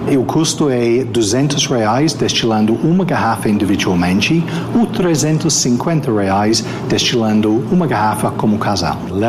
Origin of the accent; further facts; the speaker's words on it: England, United Kingdom; Portuguese is a second language; now in Brazil; Eu sou inglês, e claro, todos os ingleses são apaixonados por gin, e gin sempre foi meu destilado favorito. Então, em 2019, eu decidi, eu vou começar a fazer gin aqui no Brasil.